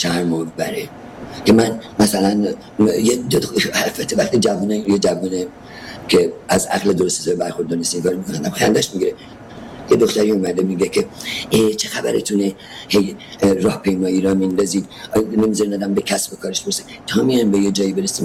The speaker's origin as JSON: {"language": "Persian", "country": "Iran", "tie": "born or raised there", "said": "ایرانی که در اون بزرگ شدم، تربیت شدم"}